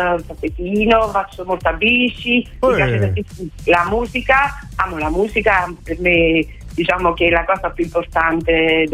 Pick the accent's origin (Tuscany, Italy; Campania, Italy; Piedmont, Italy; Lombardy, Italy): Campania, Italy; Frattamaggiore; born there; sono di origini napoletane, però sono comunque nata a Frassa Maggiore